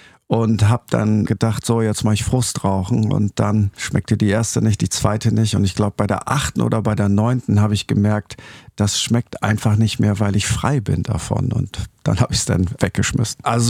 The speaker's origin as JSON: {"language": "German", "region": "Lower Saxony", "country": "Germany", "said": "Ich hatte bei uns in Ostfriesland haben alle bei der Meierwerft gearbeitet oder bei VW in Emden."}